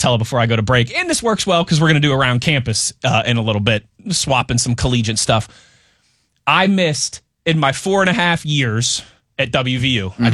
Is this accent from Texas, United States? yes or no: no; Pittsburgh, Pennsylvania, United States